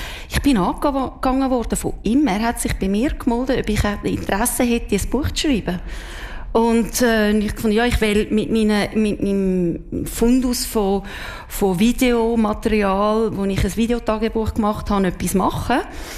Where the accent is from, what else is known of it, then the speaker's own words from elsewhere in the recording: Switzerland; Und das habe ich ein bisschen schade gefunden, weil ich bin doch eine Schweizerin.